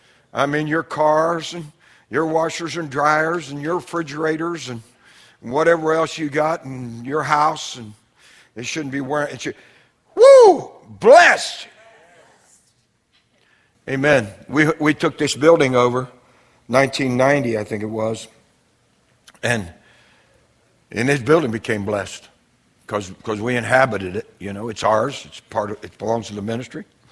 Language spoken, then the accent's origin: English; United States; we're Americans.